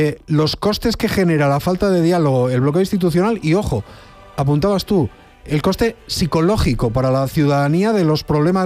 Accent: Spain; mirarnos como españoles, Pedro Antonio, un poco el ombligo

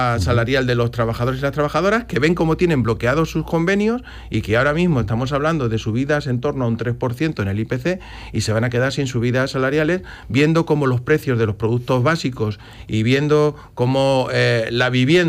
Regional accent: Ciudad Real, Castilla-La Mancha, Spain; Yo vengo de Ciudad Real y ya lo hacían en su tiempo.

